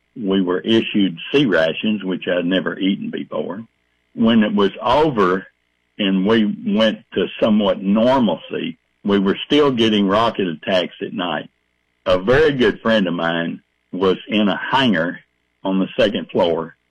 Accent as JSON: {"language": "English", "town": "Dallas", "region": "Texas", "country": "United States", "tie": "born or raised there"}